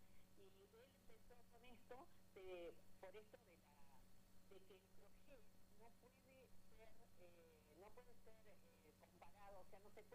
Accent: Salta, Argentina; now in Villa Ventura, Argentina; yo soy salteña, mirá, pero hace muchos años que vivo acá, en Villa Ventura

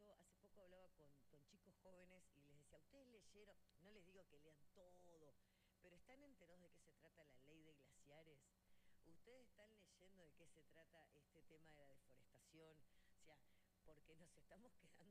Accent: Argentina; que nosotros como Argentina, y ni hablar Patagonia, tenemos los espejos de agua dulce más importantes del mundo.

